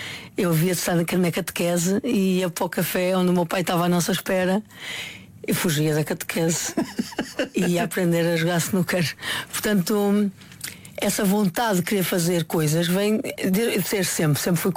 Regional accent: Maia, Norte, Portugal; born there; a minha mãe já nasceu em Barcelos e eu nasci na Maia

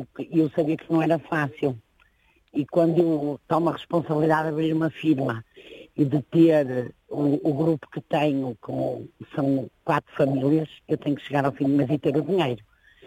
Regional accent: Matosinhos, Porto, Portugal; A minha mãe tinha um depósito de pão no mercado de Matosinhos. Eu fui criada em Matosinhos, no mercado.

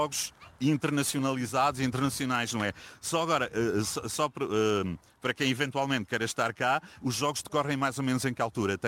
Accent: Olhão, Algarve, Portugal; Nós aqui que somos aqui do Olhão

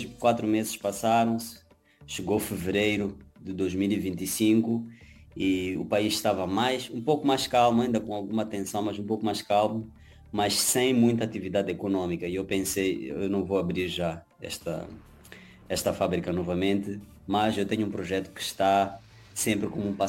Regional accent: Maputo, Maputo City, Mozambique; Tenho 28 anos, nasci em Maputo, mesmo na cidade, a capital, que é Moçambique. Cresci por cá, mas não aprendi a falar Xangana, que é a nossa língua local, tradicional.

